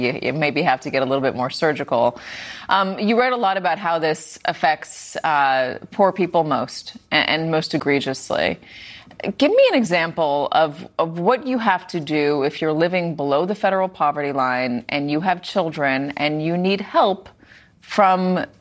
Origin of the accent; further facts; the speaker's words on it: United States; I think it's a fascinating concept because and I've lived here my whole life, obviously. I'm an American.